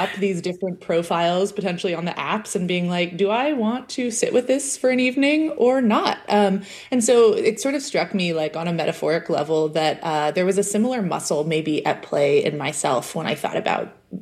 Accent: Portland, United States; I grew up in Portland, but I hadn't grown up mushroom foraging.

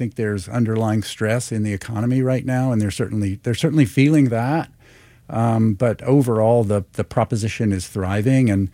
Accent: Atlanta, Georgia, United States; I grew up in Atlanta, Georgia. As a child, with my four brothers, we spent many days at what was then called the Grant Park Zoo in Atlanta.

